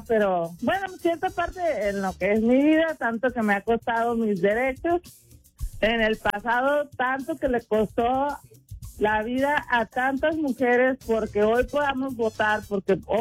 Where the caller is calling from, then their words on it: Mexico; yo siendo mexicana